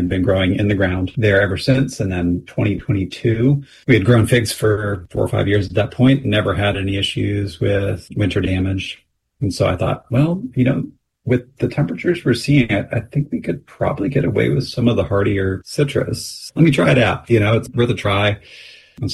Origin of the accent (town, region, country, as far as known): Pennsylvania, United States; born or raised there